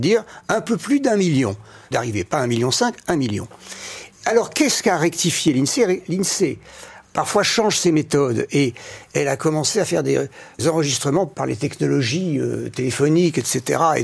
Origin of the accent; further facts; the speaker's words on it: France; je suis un Français d'origine immigrée.